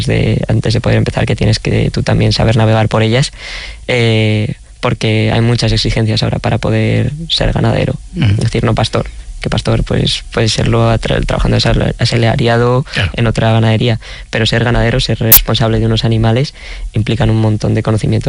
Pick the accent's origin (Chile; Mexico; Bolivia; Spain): Spain; Cerceda, Galicia; yo, viviendo en Cerceda, vivía en mi pueblo, pero ya nací en el 2001